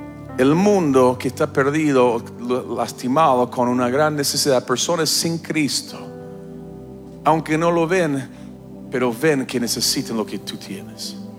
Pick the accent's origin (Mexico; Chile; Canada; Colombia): Canada; moved away as an adult; now in Argentina; Vuelvo a Canadá. Y ya hace 18 años que vivo acá. Y te digo, casi soy más argentino que canadiense ahora.